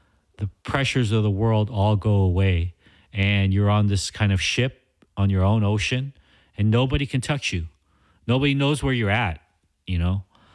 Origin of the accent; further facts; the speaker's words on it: Los Angeles, California, United States; we're from Los Angeles. We're specifically from the central region of Los Angeles, the city, Koreatown, East Hollywood, Pico Union, Mid-City.